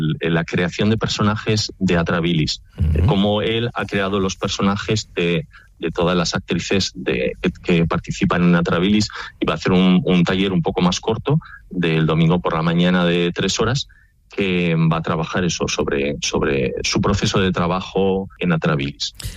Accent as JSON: {"language": "Spanish", "region": "La Rioja", "country": "Spain", "said": "como soy de La Rioja, pues que he hecho el vermute"}